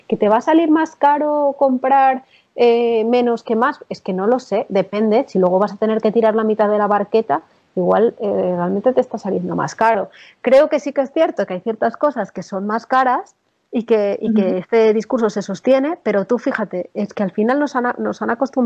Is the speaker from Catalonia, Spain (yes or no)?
no; Madrid, Community of Madrid, Spain; moved away as an adult; now in Berlin, Germany; Mira que nos gusta a los de Madrid hablar de nuestra ciudad, ¿eh? Somos muy, muy centralistas.